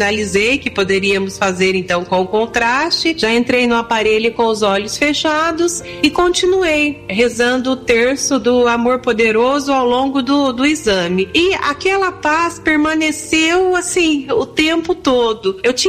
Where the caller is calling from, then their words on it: Campinas, São Paulo, Brazil; sou da cidade de Campinas.